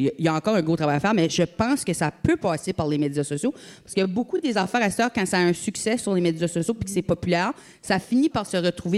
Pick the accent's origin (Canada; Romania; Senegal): Canada; Acadia; je viens de l'Acadie